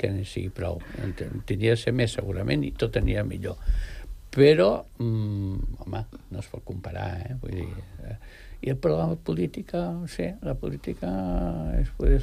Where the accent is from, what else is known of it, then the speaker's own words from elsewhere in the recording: El Masnou, Catalonia, Spain; I hi ha un pintor del Masnou, que és el meu poble, que és en Villar.